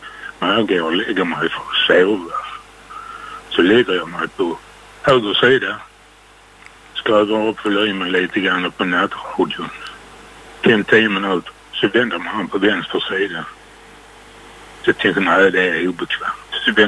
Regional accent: Wuhan, Hubei, China; Jag är från Kina någonstans. Wuhan, det är det ifrån.

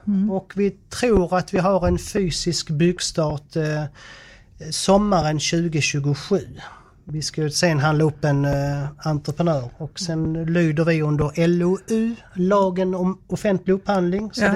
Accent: Eslöv, Skåne, Sweden; now in Lund, Sweden; Född och uppvuxen i Eslöv så att steget inte så långt. Jag bor i Lunds kommun för tillfället.

